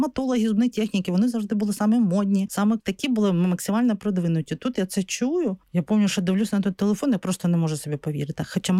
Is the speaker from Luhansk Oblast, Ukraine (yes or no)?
yes; Stakhanov, Luhansk Oblast, Ukraine; moved away as an adult; also born or lived in Sievierodonetsk, Ukraine; Я з Луганської області. І народилася в Луганській області, тільки останні 20 років жила в Сєвєродонецьку, а народилася в Стаханові. Це місто шахтерів, да, Стаханівський рух у нас звідси.